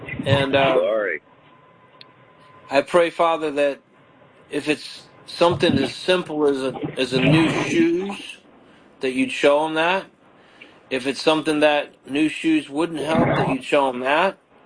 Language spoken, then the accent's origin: English; Palatine, Illinois, United States; I used to live in the Midwest. I'm from Palatine. But I went to school down in Indiana and at Purdue.